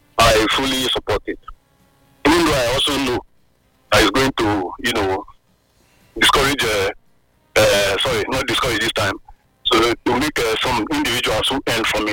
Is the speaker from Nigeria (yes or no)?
yes; South East, Nigeria; born there; those days when we were growing up, we'd be handed, a little token to go and get, call it in KG, in southeast part of this country.